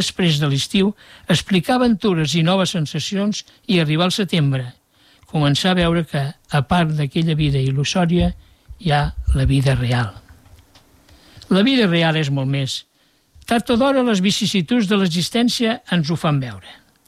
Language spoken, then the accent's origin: Catalan; Bonastre, Catalonia, Spain; born there; la sardana que es diu Bonastre en relació al meu poble